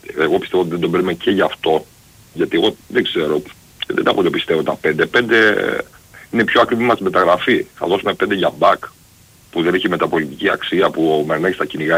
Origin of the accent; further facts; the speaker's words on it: Chania, Crete, Greece; Από τα Χανιά είμαι, σου είπα. Είμαι από τα Χανιά.